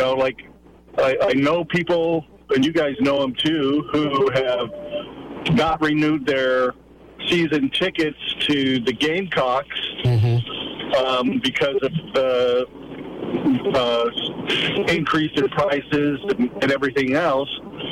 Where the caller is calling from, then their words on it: Sumter, South Carolina, United States; I'm over in Sumter this morning